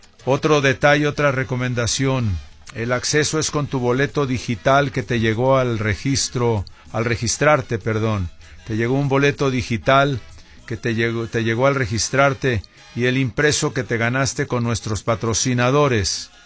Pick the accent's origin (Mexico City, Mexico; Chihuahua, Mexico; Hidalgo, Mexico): Mexico City, Mexico; Yo soy de Ciudad de México, de Iztapalapa